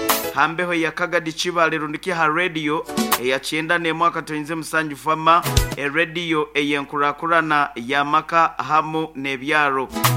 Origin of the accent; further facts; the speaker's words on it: Rugasari, Western Region, Uganda; from Rugasari. Greetings to all people. Of Kiakawadima and my family in Rugasal.